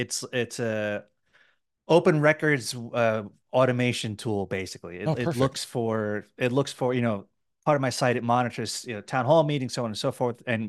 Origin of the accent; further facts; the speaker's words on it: New York City, New York, United States; now in Tucson, United States; I'm from New York City